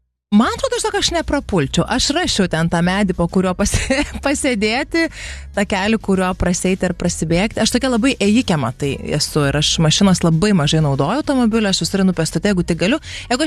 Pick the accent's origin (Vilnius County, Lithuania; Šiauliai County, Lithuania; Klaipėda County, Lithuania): Vilnius County, Lithuania; Vilnius; Aš esu Vilnietė, aš gyvenu centre, aš augus centre, mokyklą centre, jis galų galia į universitetą centriniuose rūmuose vaėjau, nes lietuvių filologijos bakalauro baigiau. Tai man tas, nu, žinai, senamiesčio gatvelis yra toks, nu, kasdienybė jau 42 metus.